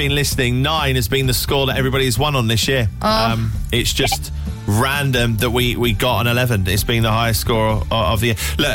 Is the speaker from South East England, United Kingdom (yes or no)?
yes; Sittingbourne, South East England, United Kingdom; Okay, so we are off to my hometown now. Amanda Wells is on in Sittingbourne.